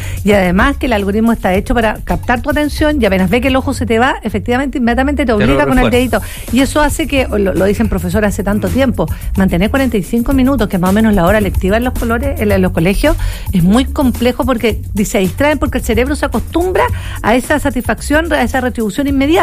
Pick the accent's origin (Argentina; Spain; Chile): Chile